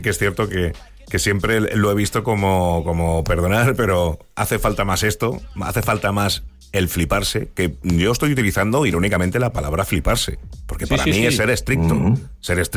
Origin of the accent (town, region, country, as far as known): Argentina